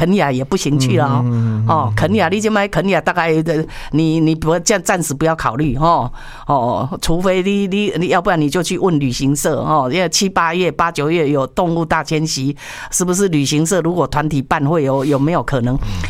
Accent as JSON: {"language": "Chinese", "country": "Taiwan", "said": "现在摩洛哥我们台湾人去不了了哦。"}